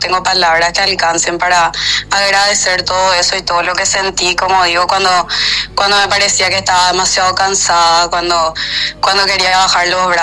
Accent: Luque, Central, Paraguay; Yo siento demasiado orgullo por mi ciudad, como digo, siempre toda mi vida viví acá, nací en Luque, entonces tengo el arraigo demasiado fuerte por mi ciudad.

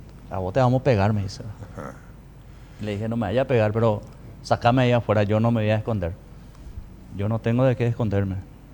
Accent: Horqueta, Concepción, Paraguay; born there; Yo nací en Horqueta, Paraguay.

